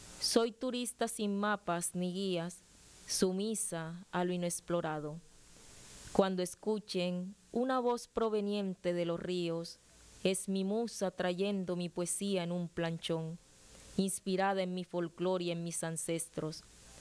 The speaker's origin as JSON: {"language": "Spanish", "town": "Montería", "region": "Córdoba", "country": "Colombia", "said": "Iniciaré con un poema dedicado a Montería, de donde soy."}